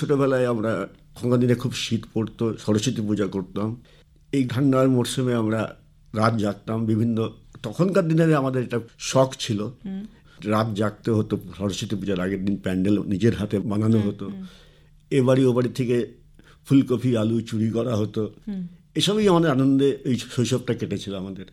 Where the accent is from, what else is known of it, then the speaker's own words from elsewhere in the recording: Malbazar, West Bengal, India; ষাটের দশকের শুরুতে 1963 সালে আমাদের এই ডুয়ার্সেই মালবাজার শহরে আমার জন্ম। ওখানেই বেড়ে ওঠা